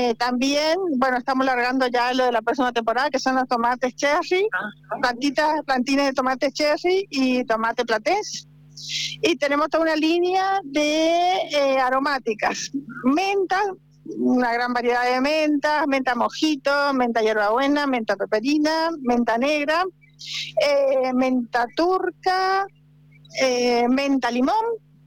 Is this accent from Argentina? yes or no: yes; Medanito, Argentina; Soy del Medanito, ¿sí? Vengo a feriar, a mostrar estas plantitas que son de hortalizas.